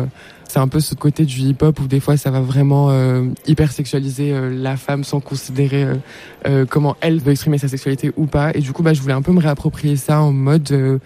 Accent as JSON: {"language": "French", "country": "Morocco", "said": "Je suis une femme, je suis immigrée, je suis marocaine, africaine, amazigh, musulmane, trans."}